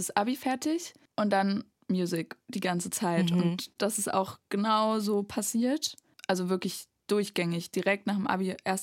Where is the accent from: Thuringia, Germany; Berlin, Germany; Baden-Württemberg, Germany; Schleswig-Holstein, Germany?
Thuringia, Germany; Erfurt; born or raised there; moved away; also born or lived in Weimar